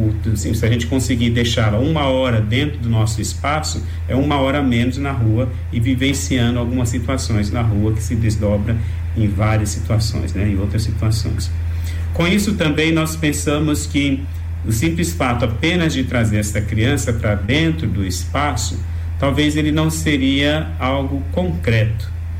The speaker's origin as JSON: {"language": "Portuguese", "region": "São Paulo", "country": "Brazil", "said": "Eles, eu sou de São Paulo, tem hora que eu falo o sinal ou semáforo, né?"}